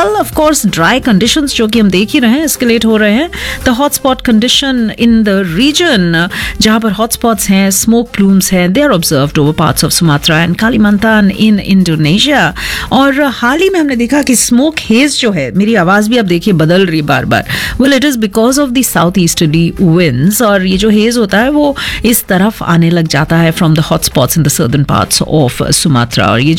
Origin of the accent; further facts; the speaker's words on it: Delhi, India; now in Singapore; कोई मानता नहीं है कि मैं एक्चुअली दिल्ली से हूँ, बोलते तुम सिंगापुर में इतनी छुई मुई बनती हो